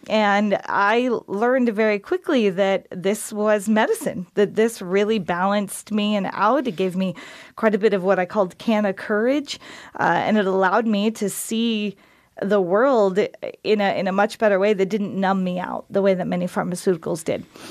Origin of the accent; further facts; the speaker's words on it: Oregon, United States; moved away as an adult; now in Alaska, United States; I came from Oregon, and I grew up in Oregon